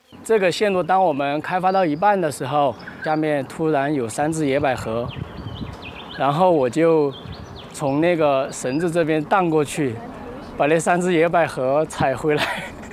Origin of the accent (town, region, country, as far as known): Chongqing, China